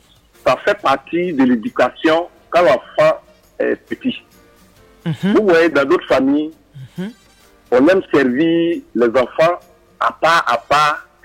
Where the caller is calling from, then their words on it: Abidjan, Côte d’Ivoire; je suis même à Cocody.